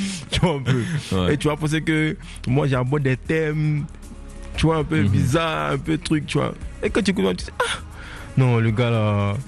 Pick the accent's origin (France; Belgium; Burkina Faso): Burkina Faso; Bobo-Dioulasso, Hauts-Bassins; Tu vois, moi, j'ai grandi à Bobo. À Bobo, c'est un peu le Bronx, tu vois, c'est un peu le ghetto, tu vois, un peu.